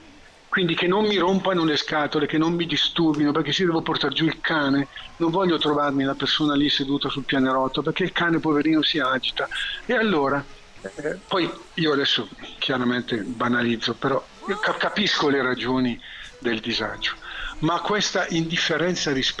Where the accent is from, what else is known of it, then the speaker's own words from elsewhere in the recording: Milan, Lombardy, Italy; da milanese che qui a Milano